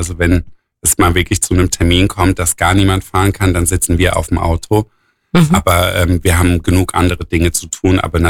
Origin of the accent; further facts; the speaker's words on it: Rhine-Neckar, Germany; also wie man hört, bin ich auch nicht hier aus der Region, sondern ich komme aus dem Metropolregion Rhein-Neckar, wie es so schön heißt.